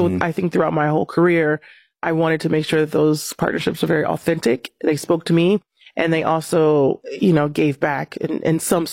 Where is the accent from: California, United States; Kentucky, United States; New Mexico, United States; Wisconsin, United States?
California, United States; Compton; I'm from Compton, California, and I remember playing on these courts and, you know, my life was great.